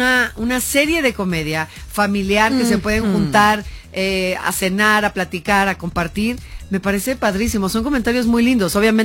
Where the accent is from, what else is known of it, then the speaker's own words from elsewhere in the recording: Mexico; Y así somos los mexicanos